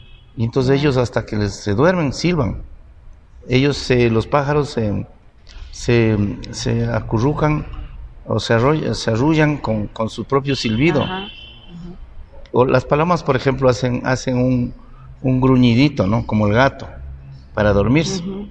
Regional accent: Pimampiro, Imbabura, Ecuador; Porque como nosotros, somos de Pimampiro, en ese tiempo una parroquia, uh-huh. pero nosotros teníamos actividades en el campo, ¿no?

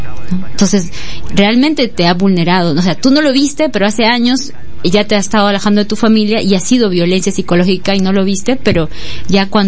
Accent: Peru; así somos los peruanos

